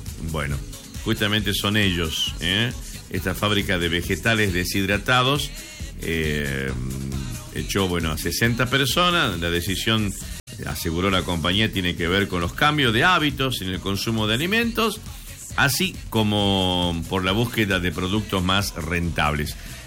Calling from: Formosa, Argentina; Yo soy de Formosa, pero vivo acá en Salta, en Salta Capital.

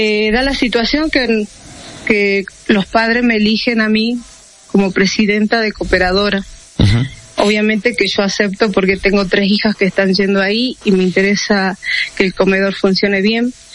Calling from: San Antonio de los Cobres, Salta, Argentina

